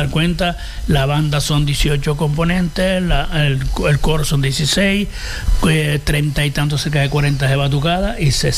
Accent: Canary Islands, Spain; No soy buen canario.

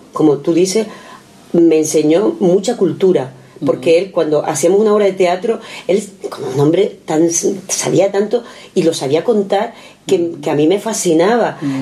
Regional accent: Canary Islands, Spain

